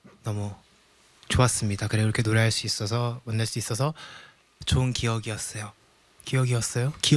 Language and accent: Korean; Siheung, Gyeonggi Province, South Korea; 저는 경기도 시흥시 매화동에서 왔습니다.